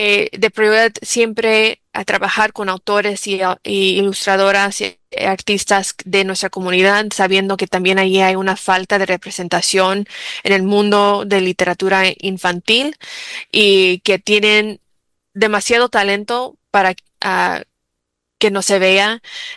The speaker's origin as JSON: {"language": "Spanish", "town": "Chicago", "region": "Illinois", "country": "United States", "tie": "born or raised there", "said": "Yo crecí en una comunidad en Pilsen, y íbamos a la iglesia en español."}